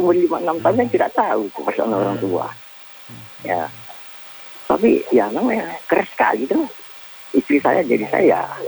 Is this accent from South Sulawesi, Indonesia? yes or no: yes; Makassar, South Sulawesi, Indonesia; Saya kan orang Makassar, bang. Keras itu.